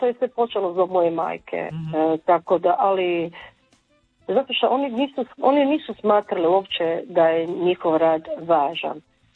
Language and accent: Croatian; Rovinj, Istria County, Croatia; Ja sam rođena u ulici u Rovinju u Augusta Feri, a kroz tu ulicu su prolazile sve te žene. Uh-huh. Odrasla sam u zvukove i mirise starog Rovinja, uz priče o ribarima i moru.